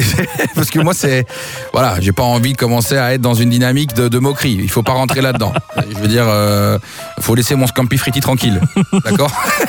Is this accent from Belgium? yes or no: yes; Belgium; chez nous en Belgique